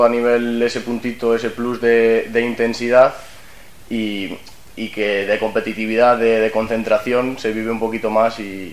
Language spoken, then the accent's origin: Spanish; Salamanca, Castile and León, Spain; born there; yo al final siempre he estado viviendo en Salamanca